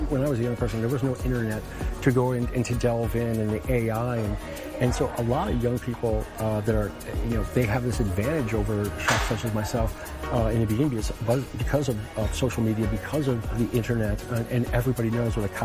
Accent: United States; Because I grew up in America, you know, non lo prendo per scontato.

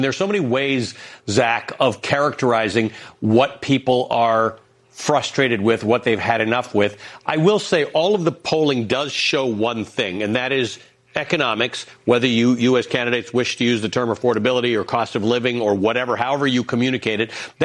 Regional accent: Canada; I come from Canada where Kentucky bourbon was a very popular thing.

